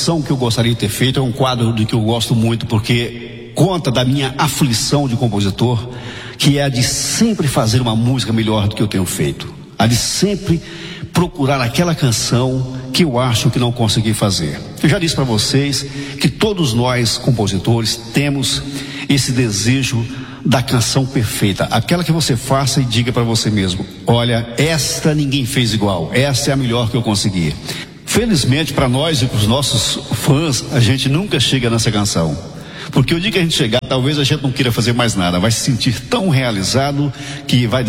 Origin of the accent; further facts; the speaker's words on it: Hidrolândia, Bahia, Brazil; moved away; eu era criança lá na minha terra, lá em Hidrolândia, na Bahia